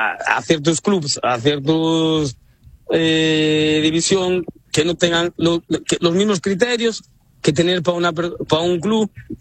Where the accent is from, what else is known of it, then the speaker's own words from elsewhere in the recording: Teruel, Aragon, Spain; born there; also born or lived in A Coruña; now in Burela, Spain; Yo tuve la suerte de vivir en Coruña, tuve la suerte de trabajar en Teruel, donde nací yo, y la gente no te mira como si fuera